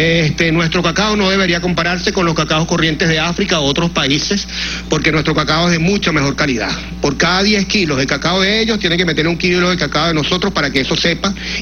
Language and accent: Spanish; Venezuela; nos ha identificado como venezolanos